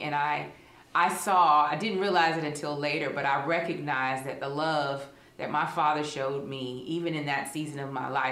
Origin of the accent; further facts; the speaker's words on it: Augusta, Georgia, United States; Well, I grew up in Augusta, Georgia, daughter of a pastor and a wonderful wife.